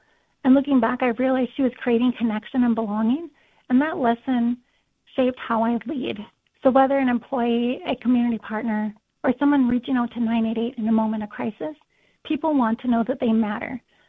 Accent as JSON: {"language": "English", "region": "North Dakota", "country": "United States", "tie": "born or raised there", "said": "I grew up actually in Belva, North Dakota, so a really rural city"}